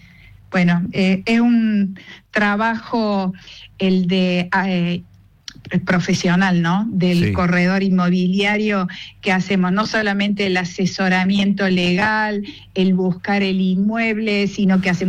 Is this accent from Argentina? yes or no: yes; Argentina; vendría a ser como nosotros aquí en Argentina, una sociedad de responsabilidad limitada.